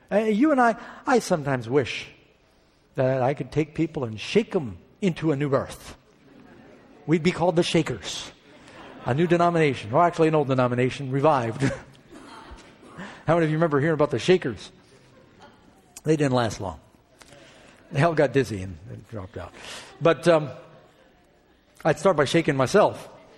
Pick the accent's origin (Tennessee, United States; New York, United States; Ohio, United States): New York, United States; New York City; because I grew up in New York City.